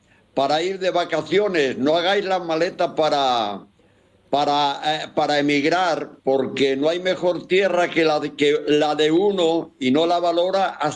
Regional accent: Caso, Asturias, Spain; born there; como yo decía la otra vuelta que anduve por Campo de Casu, que es donde yo nací

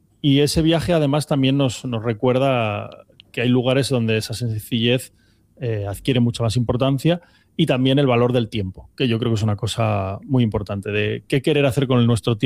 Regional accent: Asturias, Spain; todos los que somos de Asturias, como digo, y tenemos un pueblo o hemos tenido un pueblo al que acudir.

